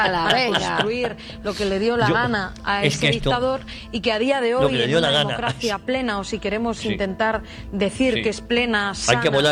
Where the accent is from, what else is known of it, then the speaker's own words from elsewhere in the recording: Salamanca, Castile and León, Spain; moved away; camino de mi tierra, camino de Salamanca